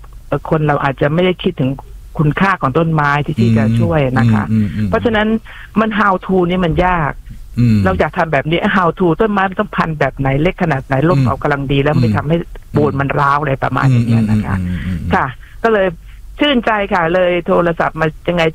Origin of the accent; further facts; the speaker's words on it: Nonthaburi, Thailand; คือดิฉันเนี่ยเป็นคนนนทบุรีนะคะแล้วก็ได้เห็นพื้นที่หลายแห่งของนนทบุรีที่เขียวชอุ่มเนี่ยถูกทำเป็นตลาด